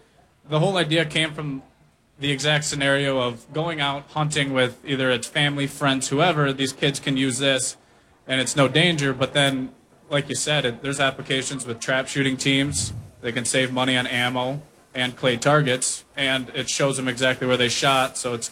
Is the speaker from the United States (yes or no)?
yes; Sioux Falls, South Dakota, United States; Growing up in Sioux Falls, my dad taught me and all my brothers how to hunt.